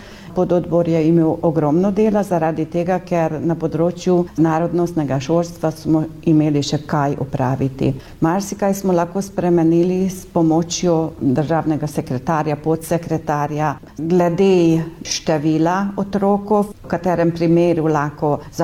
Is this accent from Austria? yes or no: no; Vas, Hungary